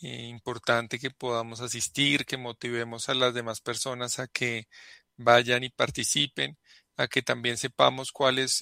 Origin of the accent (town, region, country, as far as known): Colombia